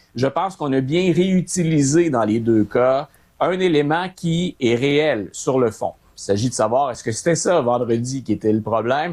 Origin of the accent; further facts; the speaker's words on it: Quebec, Canada; je suis Québécois, très fier de l'être et je tiens à la langue française.